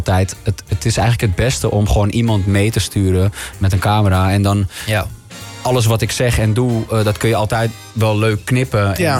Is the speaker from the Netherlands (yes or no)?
yes; Amsterdam, North Holland, Netherlands; Ik kom uit Amsterdam Noord